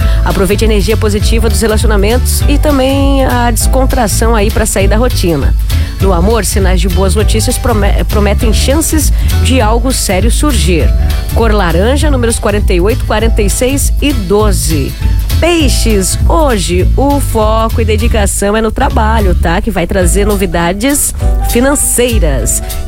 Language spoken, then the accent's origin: Portuguese; Brazil; Somos brasileiros.